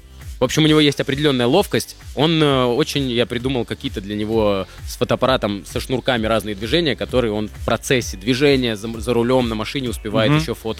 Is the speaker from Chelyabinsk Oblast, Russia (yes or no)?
no; Armavir, Krasnodar Krai, Russia; moved away; я из Армавира